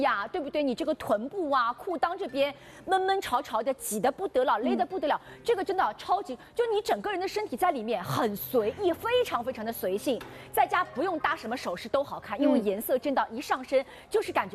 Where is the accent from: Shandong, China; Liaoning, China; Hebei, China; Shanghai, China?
Shanghai, China; 就我们上海人说跟王肚比啊